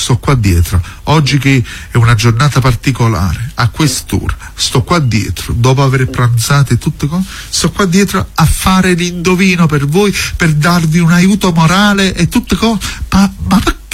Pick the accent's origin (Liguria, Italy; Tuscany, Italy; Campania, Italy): Campania, Italy; Torre del Greco; born there; Io sono nato a Torre del Greco.